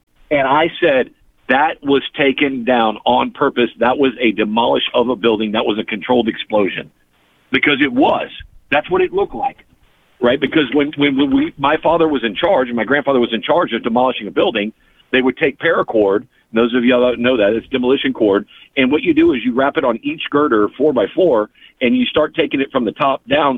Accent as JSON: {"language": "English", "town": "Houston", "region": "Texas", "country": "United States", "tie": "born or raised there", "said": "I grew up in Houston, Texas"}